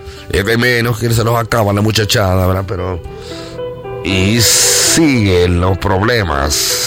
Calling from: San Salvador, El Salvador; Buenas noches … de la Escalón.

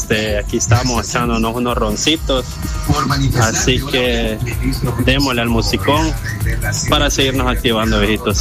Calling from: San Miguel, El Salvador; Estamos aquí ya reportando desde San Michael, la ciudad del Averno.

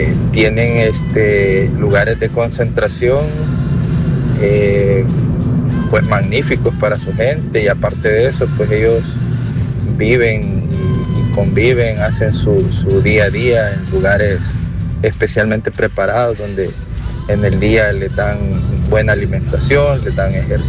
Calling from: El Salvador

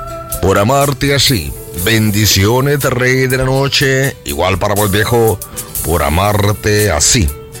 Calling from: San Salvador, El Salvador; Buenas noches, don Humberto. Buenas noches … de la Escalón.

